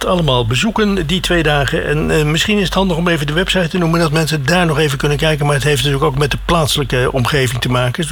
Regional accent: Delft, South Holland, Netherlands; ik kom zelf uit Delft

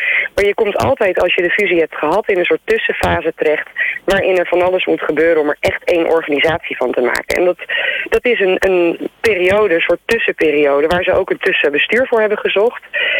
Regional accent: Dordrecht, South Holland, Netherlands; Ik ben een Dordtenaar, geboren en getogen.

